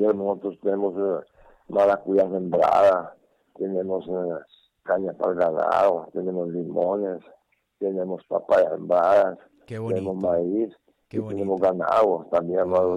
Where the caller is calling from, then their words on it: Juticalpa, Olancho, Honduras; yo vivo en Palizada, hermano, se quita Juticalpa, hay un minuto de Juticalpa, es una aldea, grande, aquí hay todo.